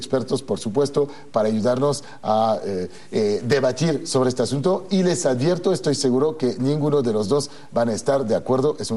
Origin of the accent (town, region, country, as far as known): Mexico